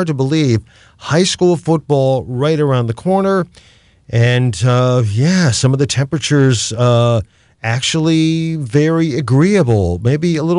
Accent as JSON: {"language": "English", "town": "Canton", "region": "Ohio", "country": "United States", "tie": "born or raised there", "said": "Non-commercial public radio for Akron in my hometown of Canton, the Hall of Fame City"}